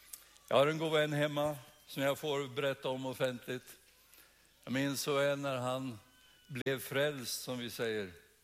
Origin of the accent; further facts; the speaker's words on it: Sala, Västmanland County, Sweden; Jag är från Sala, jag bor i Sala.